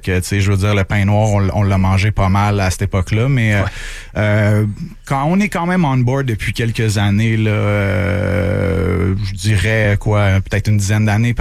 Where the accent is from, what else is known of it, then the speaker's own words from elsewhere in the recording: Montreal, Quebec, Canada; Évidemment, on a grandi à Montréal.